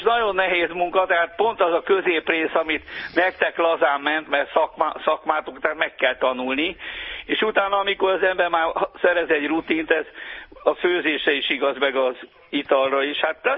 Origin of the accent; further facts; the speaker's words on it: Hungary; meg vidéken is nőttem föl